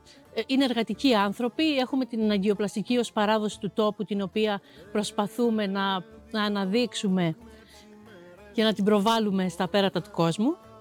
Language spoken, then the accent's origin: Greek; Thrapsano, Crete, Greece